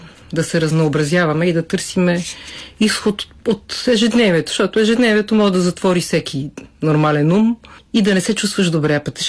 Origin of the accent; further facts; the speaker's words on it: Sofia, Sofia City, Bulgaria; въпреки че съм от София, някой ден живея по причина някаква, имала съм къща, но живея в блок